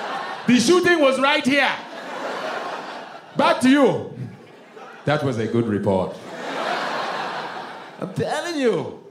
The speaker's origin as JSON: {"language": "English", "country": "Nigeria", "lives_now": "New York, United States", "said": "Yeah, Nigerian. Where are you from? Where are you from? Where are you from? That means shit in Nigeria. You're Americanized. I'm like, yeah."}